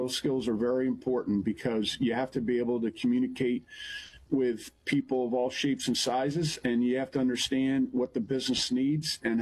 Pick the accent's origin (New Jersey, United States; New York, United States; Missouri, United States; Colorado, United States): New York, United States; Ithaca; I was born in Ithaca, New York. I am one of six. I'm a twin, but still the youngest of all.